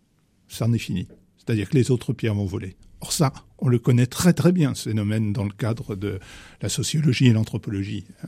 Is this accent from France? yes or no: yes; Nouvelle-Aquitaine, France; comme je suis originaire de Poitou